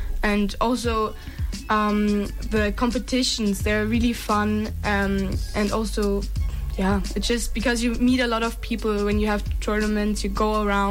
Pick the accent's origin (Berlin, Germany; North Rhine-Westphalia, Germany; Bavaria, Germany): Bavaria, Germany; I'm from Germany.